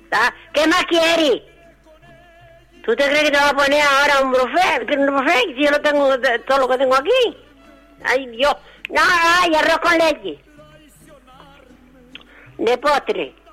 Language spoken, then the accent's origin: Spanish; Las Palmas, Canary Islands, Spain; yo soy de Las Palmas.